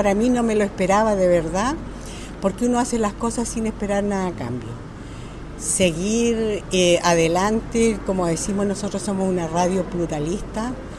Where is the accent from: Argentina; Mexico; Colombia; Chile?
Chile; Los Ángeles, Biobío; muy contenta de ser angelina, nacida y criada aquí en Los Ángeles.